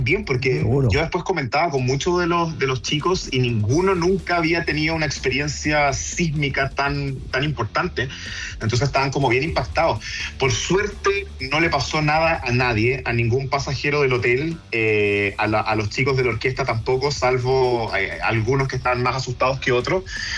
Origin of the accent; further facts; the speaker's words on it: Chile; Como chileno uno está acostumbrado a dejarlo pasar un ratito